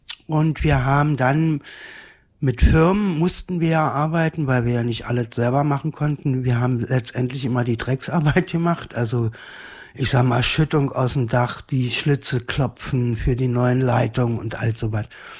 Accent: Berlin, Germany; born there; Also ich bin in Berlin-West geboren

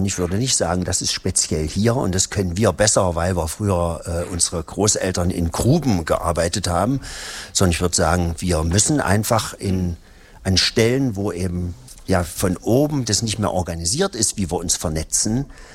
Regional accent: Hettstedt, Saxony-Anhalt, Germany; also born or lived in Halle; now in Eisleben, Germany; Ich komme nämlich aus Hettstedt.

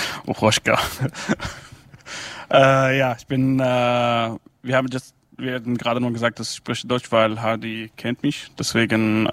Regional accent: Rmelan, Al-Hasakah Governorate, Syria; German is a second language; also born or lived in Damascus, Syria; now in Germany; ich komme aus Rojava, Rumelan, bin da geboren, aufgewachsen und dann nach Damaskus gegangen, hab da Kunst studiert, Theaterstudie und Tanz und dann rüber nach Deutschland.

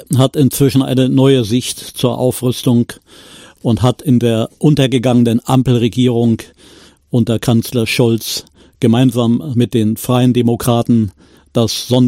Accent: Wismar, Mecklenburg-Vorpommern, Germany; sowie die Windgeschwindigkeit der atomaren Wolke in Richtung meiner Heimatstadt Wismar

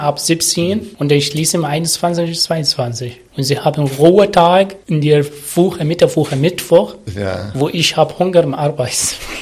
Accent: Abu Dhabi, United Arab Emirates; German is a second language; now in Germany; Mitternacht kann ich gehen zum Shopping, weil das ist meine Heimat in Abu Dhabi, überall.

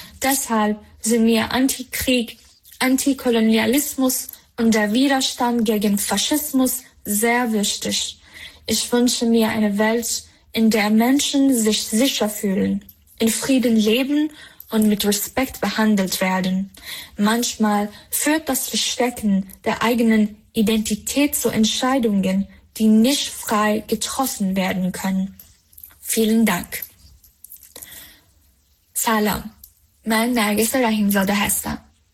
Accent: Iran; moved away; Ich komme aus dem Iran.

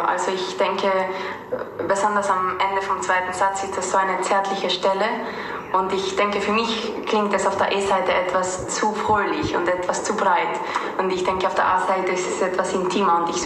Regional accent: Granada, Andalusia, Spain; Und das ist aus meiner Heimatstadt, aus Granada.

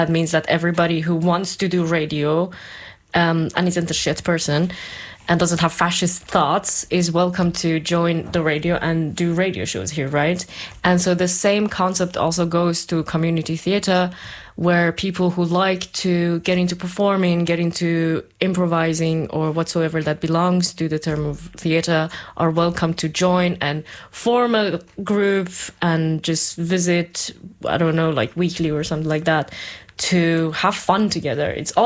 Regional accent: Iran; now in Halle, Germany; Like, so I live in Halle, right? And I used to, like, I'm from Iran, and I used to do theater back in Iran as a child growing up.

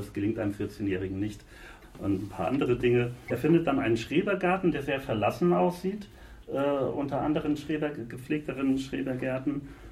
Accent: Northern Germany, Germany; Als Norddeutscher ist das immer so ein bisschen schwierig.

